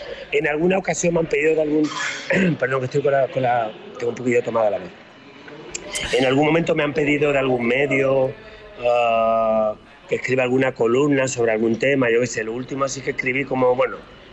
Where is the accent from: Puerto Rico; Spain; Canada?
Spain